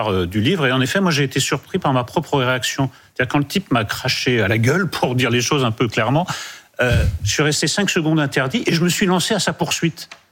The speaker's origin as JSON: {"language": "French", "town": "Bayonne", "region": "Nouvelle-Aquitaine", "country": "France", "tie": "born or raised there", "also_born_or_lived": "Germany / Paris", "said": "Non, moi je suis né en Allemagne. Comme souvent dans les familles militaires, on est à l'étranger."}